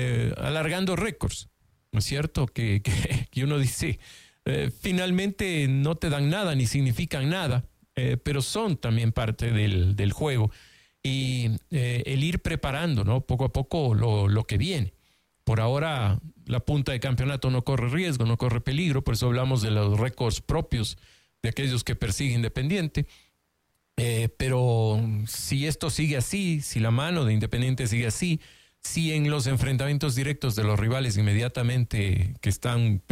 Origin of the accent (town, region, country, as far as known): Ecuador